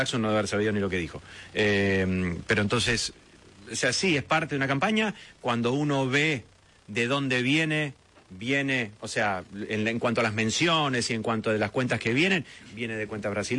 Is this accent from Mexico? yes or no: no; Argentina; Nos hemos visto como argentinos una campaña que se diseminó rápidamente, principalmente por redes sociales, anti-argentina